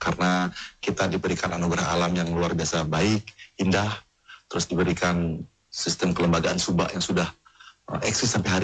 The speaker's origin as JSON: {"language": "Indonesian", "region": "Bali", "country": "Indonesia"}